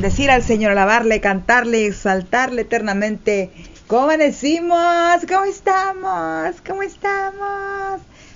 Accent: Mexico; para nosotros como mexicanos, como creyentes

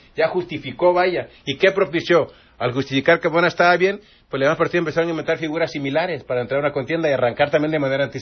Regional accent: Mexico; Yo soy más mexicano que los nopales.

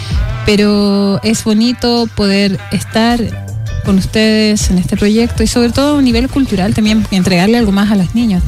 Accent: Antofagasta, Chile; yo soy de Antofagasta.

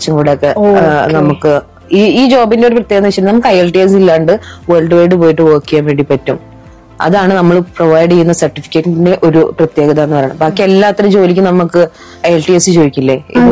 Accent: Pattambi, Kerala, India; എന്റെ നാട്ടുകാർ ഭയങ്കര പാവങ്ങളാണ്, ഭയങ്കര നിഷ്കളങ്കരായിട്ടുള്ള ഒരു ആളുകളാണ് ഏകദേശം പാലക്കാട് പട്ടാമ്പി അല്ലെങ്കിൽ പാലക്കാട് ഏരിയാസിലുള്ളവർ എന്ന് പറയുന്നത്.

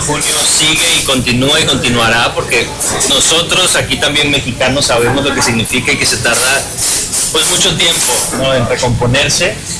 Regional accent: Venezuela; nos afecta a todos, como hermanos que somos, y ya no solo hablo como venezolanos, como seres humanos.

